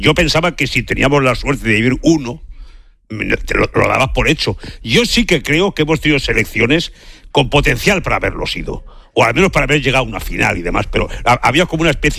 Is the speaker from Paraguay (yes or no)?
no; Spain; Todas estas mierdas que a mí me irritan como ciudadano español.